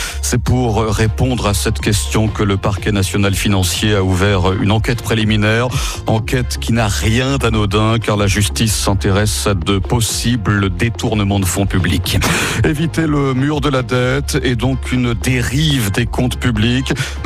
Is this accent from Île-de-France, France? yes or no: no; Angers, Pays de la Loire, France; born there; parce que vous êtes de Beaugé, effectivement, et moi je suis né à Angers, donc voilà, je contextualise pour les auditeurs